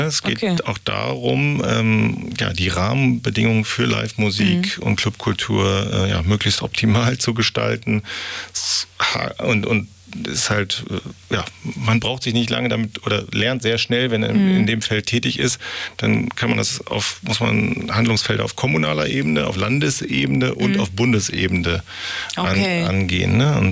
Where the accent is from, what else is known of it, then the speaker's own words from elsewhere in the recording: Hamburg, Germany; nehmen wir auch als Hamburgerin wiederum viel mit.